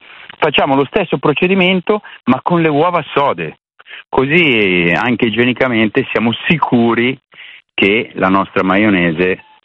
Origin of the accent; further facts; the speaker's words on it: Milan, Lombardy, Italy; sono di Milano